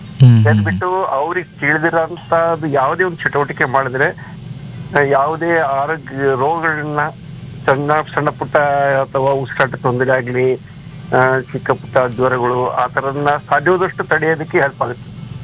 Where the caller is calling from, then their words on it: Chitradurga, Karnataka, India; ಚಿತ್ರದುರ್ಗದಿಂದ.